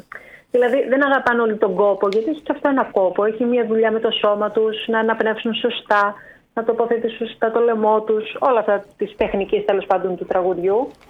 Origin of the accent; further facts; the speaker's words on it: Agios Prokopios, Greece; Εγώ είμαι γέννημα θρέμα Αγίου του Αγίου Προκοπίου, του χωριού, είναι δηλαδή.